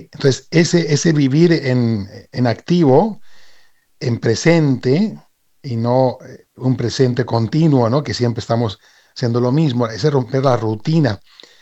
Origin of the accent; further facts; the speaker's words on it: Spain; now in Mérida, Mexico; Yo soy español, aunque vivo aquí en México.